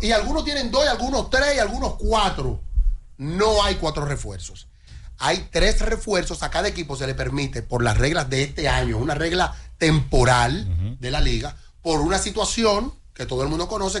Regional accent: Moca, Espaillat, Dominican Republic; Yo soy de Moca, hermano.

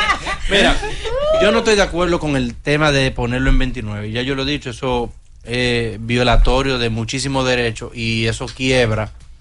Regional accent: Dominican Republic; yo prefiero como dominicano

